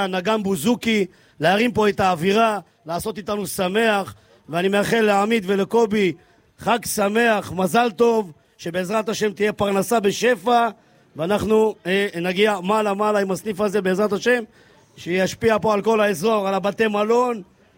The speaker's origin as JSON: {"language": "Hebrew", "town": "Kiryat Motzkin", "region": "Haifa District", "country": "Israel", "said": "אני מגיע מקריית מוצקין"}